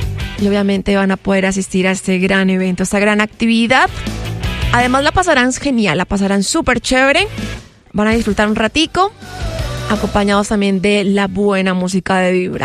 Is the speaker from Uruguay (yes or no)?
no; Colombia; como colombianos, eso nos caracteriza como colombianos.